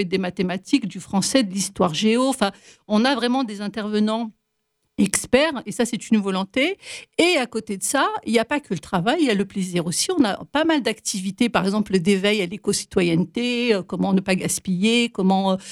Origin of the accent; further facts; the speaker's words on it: Aubervilliers, Île-de-France, France; Moi-même, je suis un pur produit des quartiers. Je suis d'Aubervilliers. J'ai fait de ma maternelle jusqu'à mon lycée à Aubervilliers.